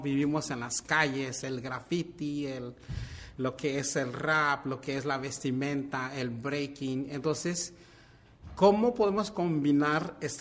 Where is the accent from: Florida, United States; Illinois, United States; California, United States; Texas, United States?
California, United States; Fresno; first language Mixtec; Spanish is a second language; also born or lived in Oaxaca; Yo crecí en los vecindarios aquí en Fresno